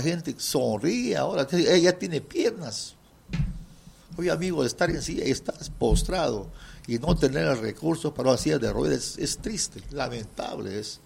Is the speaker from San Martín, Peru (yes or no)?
yes; Tarapoto, San Martín, Peru